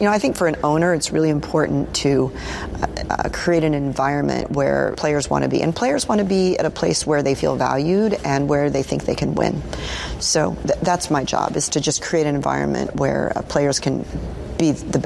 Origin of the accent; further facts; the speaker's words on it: Lawrence, Kansas, United States; I grew up in Lawrence, Kansas, home of the Kansas Jayhawks.